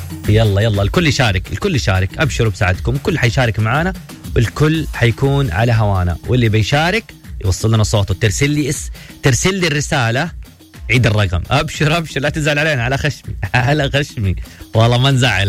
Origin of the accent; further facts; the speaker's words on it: Yemen; أنا من اليمن وأتمنى إنه هذه البلدة تنتصر.